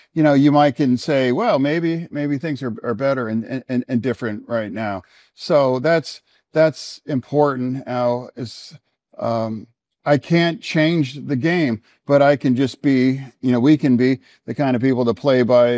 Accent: York, Pennsylvania, United States; born or raised there

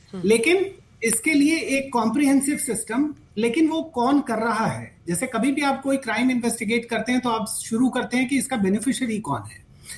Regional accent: Uttar Pradesh, India; मैं तो उत्तर प्रदेश से आता हूँ, तो एक जमाने में आईआईटी कानपुर को हम लोग मानते थे कि हिंदुस्तान का बेस्ट आईआईटी है

